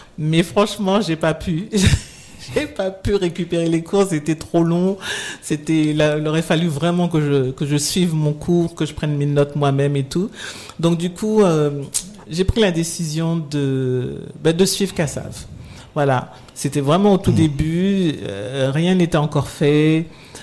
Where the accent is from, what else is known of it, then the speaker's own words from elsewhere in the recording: Guadeloupe; comme je dis, j'ai quitté la Guadeloupe en étant dans une chorale. Donc, le chant et la danse étaient déjà en moi.